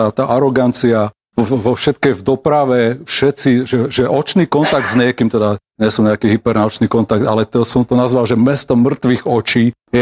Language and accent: Slovak; Liptovský Hrádok, Žilina Region, Slovakia; moved away as an adult; now in Bratislava, Slovakia; keď som ako študent prišiel do Bratislavy na začiatku statier z Vášca, keď som z Liptovského hradku, tam som chodil na gympel